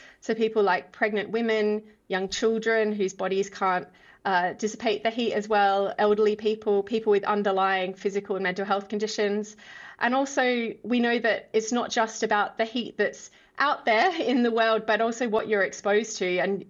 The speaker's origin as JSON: {"language": "English", "town": "Adelaide", "region": "South Australia", "country": "Australia", "tie": "born or raised there", "moved": "yes", "said": "I'm from Adelaide in Australia. There has always been extreme heat there, so I grew up with it, but it is getting worse there, like everywhere."}